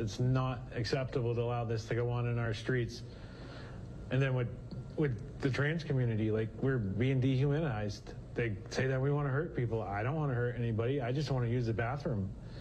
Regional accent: Farmington, Maine, United States; I'm from Farmington, Maine.

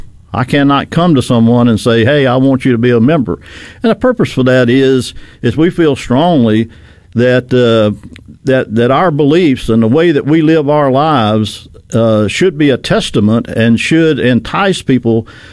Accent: Philadelphia, Mississippi, United States; Go to my hometown, Philadelphia, Mississippi

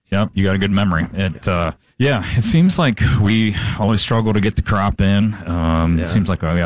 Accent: Ohio, United States; I come from North Central Ohio.

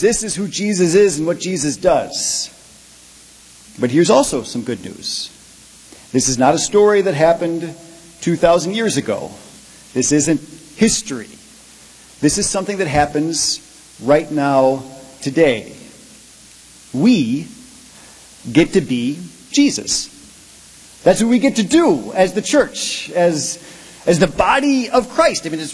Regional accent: Red Wing, Minnesota, United States; But 2 weeks ago, I was home in my hometown in Red Wing.

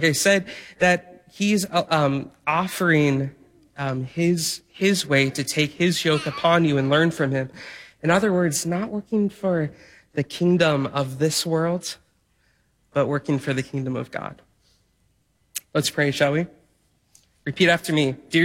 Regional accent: Iowa, United States; I'm from Iowa

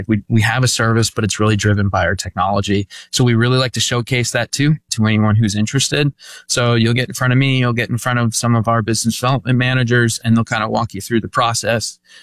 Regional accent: Pennsylvania, United States; now in Dallas, United States; there's where I'm in Dallas right now, drive some sketchy areas at Dallas, Philadelphia. I'm originally from Pennsylvania.

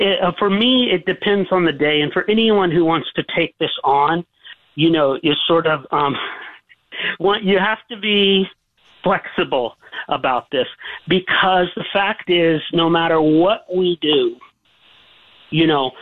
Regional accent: Illinois, United States; where I grew up in Southern Illinois

